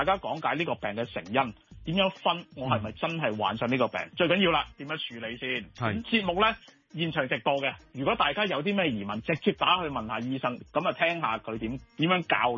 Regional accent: Hong Kong

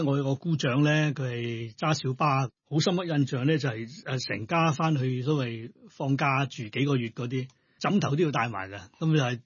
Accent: New Territories, Hong Kong; born there; first language Hakka; Cantonese is a second language; also born or lived in Cheung Sha Wan; 我第一個就可以喺城市出世啦。我家鄉就喺大埔啦。其实可以讲埋，我就喺黄鱼滩村长大嘅，就好频繁嘅。我成日翻乡下啦，翻乡下一年系一半时间喺城市，一半时间咧，一放假就会翻翻去

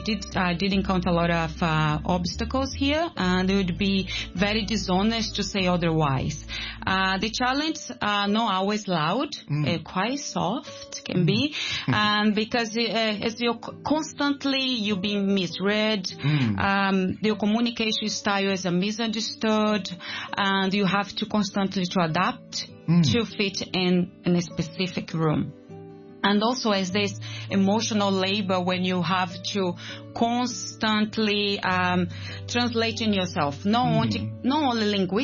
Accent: Brazil; moved away as an adult; also born or lived in Spain / Scotland; I was born and raised in Brazil. And I finished my high school there. Then when I finished my high school, I moved to Spain because I'm half Spanish, half Brazilian.

